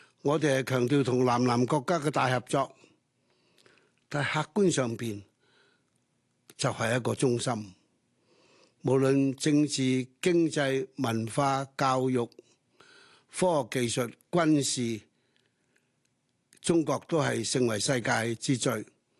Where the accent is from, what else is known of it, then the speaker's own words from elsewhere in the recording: Hong Kong; 所以我作為一個香港人，一個教育工作者